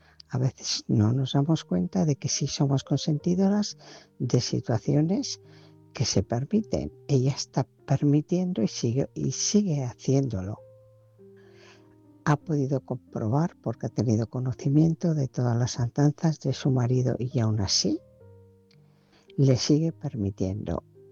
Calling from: Bilbao, Basque Country, Spain; de Bilbao.

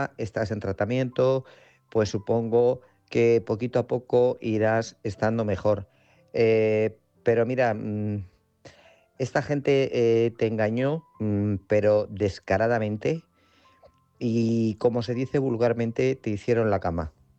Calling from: Guadalajara, Castilla-La Mancha, Spain; de Guadalajara.

